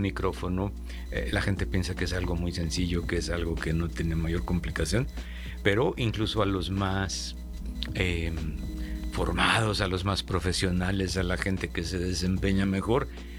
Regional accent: Mexico City, Mexico; born there; now in San Luis Potosí, Mexico; Yo nací en la Ciudad de México por casualidad. Yo tenía que haber nacido en San Luis.

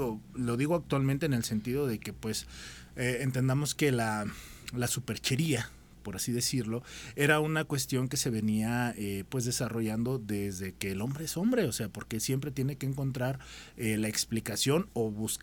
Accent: Matehuala, San Luis Potosí, Mexico; No me importa que digan que es Río Verde, no, es Matehuala. Saludos a mi tierra.

